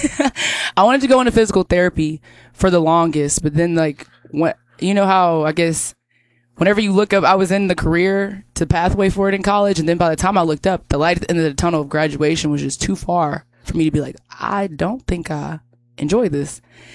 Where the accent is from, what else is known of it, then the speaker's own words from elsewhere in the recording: Tatum, Texas, United States; So I'm from Tatum, Texas. I was born and raised in Tatum High School. My parents, everybody in my family have always been a Tatum Eagle.